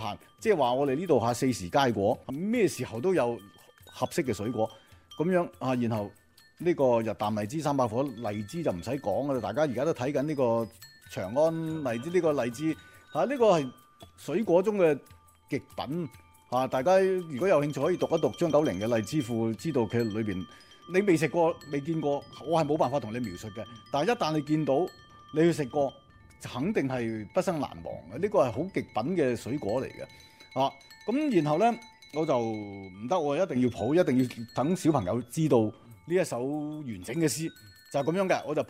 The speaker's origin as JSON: {"language": "Cantonese", "region": "Guangdong", "country": "China", "said": "明明就系呢个苏轼呢个大文豪为我哋广东人留低最好嘅形象代言句啦"}